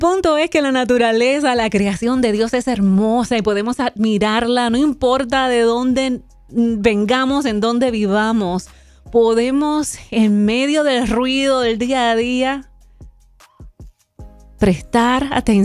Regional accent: Puerto Rico; algunos pueblos de Puerto Rico, de donde soy.

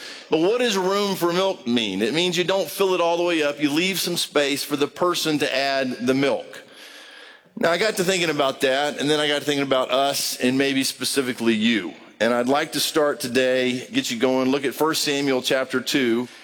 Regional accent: Brazil; moved away; I grew up in Brazil

